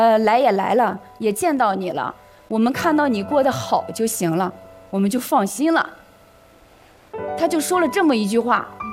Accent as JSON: {"language": "Chinese", "region": "Henan", "country": "China", "tie": "born or raised there", "said": "我出生在是1987年，那个时候，特别是在我们河南农村的家庭里面，可能就是这种传宗接代的观念比较传统，比较重一些"}